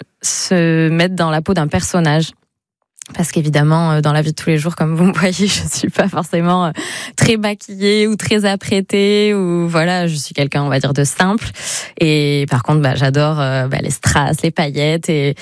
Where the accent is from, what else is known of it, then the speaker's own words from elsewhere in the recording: Tarnos, Nouvelle-Aquitaine, France; chez moi à Tarnos, parce que j'ai grandi à Tarnos